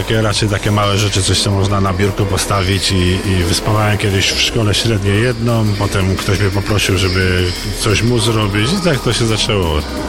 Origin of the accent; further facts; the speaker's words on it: Zawadzkie, Opole Voivodeship, Poland; now in Łącznik, Poland; Ja w ogóle kiedyś mieszkałem gdzie indziej, bo ja pochodzę z Zawadzkiego, a mieszkam tu w Łączniku tak, od 25 lat